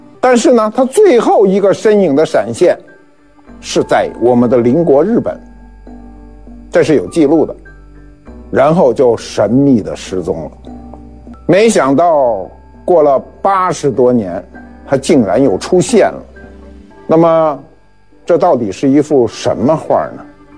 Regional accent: China; 我们中国人过去没有素描的概念，只有白描

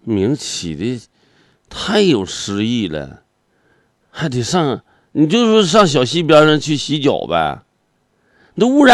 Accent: Heilongjiang, China; born there; now in Panjin, China; 黑龙江我老家那边我打电话了，东发乡的，我们村的我们屯的都打电话说你回来吧

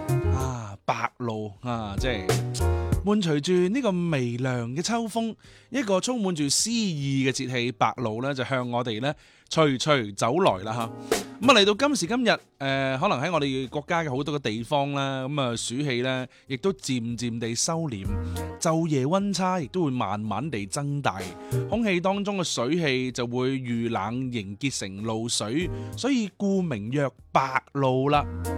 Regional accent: Guangdong, China; 离开我哋广东，我哋广东人

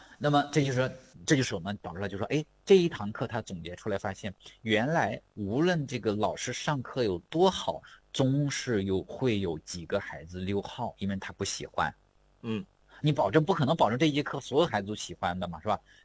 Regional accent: China

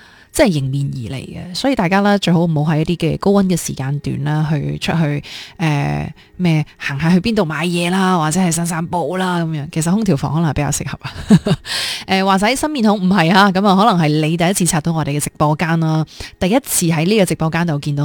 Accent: Guangdong, China; 我哋作为广东人都经历过噶啦

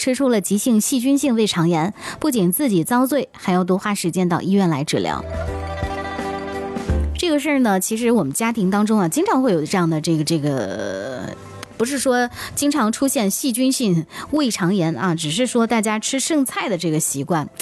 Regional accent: Jiangsu, China

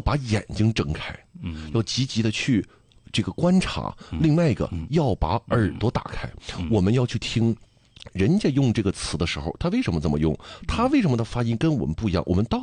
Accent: China; 我们中国人有一个小的问题，就是不善于交流

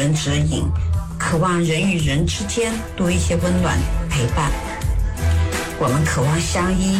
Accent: Anshun, Guizhou, China; 大家好，我是来自贵州省安顺市的

